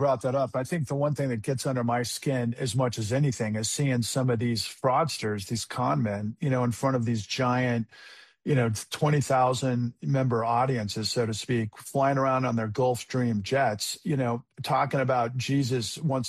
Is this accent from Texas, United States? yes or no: yes; Houston, Texas, United States; growing up in Houston